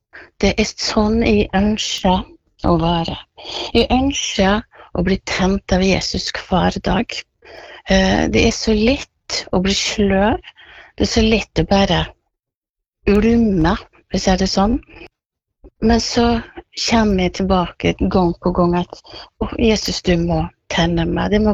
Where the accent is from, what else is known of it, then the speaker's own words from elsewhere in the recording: Aukra, Møre og Romsdal, Norway; now in Fitjar, Norway; Jeg er fra Aukra, vokste opp der, men nå bor jeg på Fitjar, stort. Ikke så langt fra Bergen.